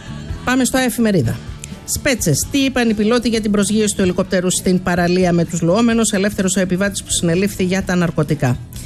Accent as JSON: {"language": "Greek", "town": "Malesina", "region": "Central Greece", "country": "Greece", "said": "στις Μαλεσίνες, που είναι το χωριό μου."}